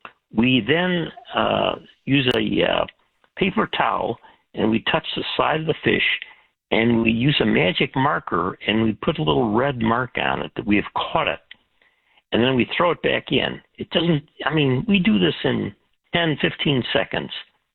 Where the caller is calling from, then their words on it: Michigan, United States; Listen, we're in Michigan, not too far from Canada.